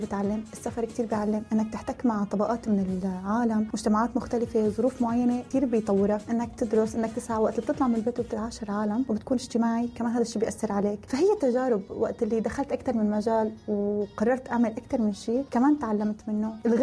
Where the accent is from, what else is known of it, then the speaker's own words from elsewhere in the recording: Syria; moved away as an adult; now in Turkey; أنا طلعت من سوريا مثلي مثل كل إحنا مواليد التسعينات، ما قدرت كفي جامعتي، أخذت البكالوريا طلعت لتركيا، ووالدي خاف علي أول ما جيت على تركيا